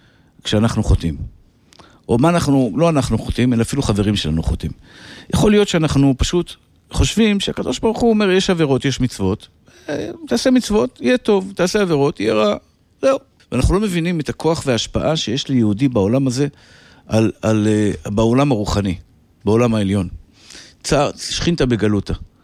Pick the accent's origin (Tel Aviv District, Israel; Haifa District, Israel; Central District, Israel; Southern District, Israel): Tel Aviv District, Israel; Tel Aviv; כשהייתי ילד גרתי בשכונת התקווה.